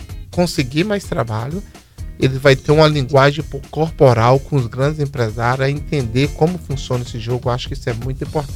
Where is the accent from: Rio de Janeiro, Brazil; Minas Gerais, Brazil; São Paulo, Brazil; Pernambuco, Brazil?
Minas Gerais, Brazil; Ipatinga; moved away as an adult; now in Framingham, United States; Sou mineiro, de Ipatinga, e moro aqui em Framingham há 15 anos.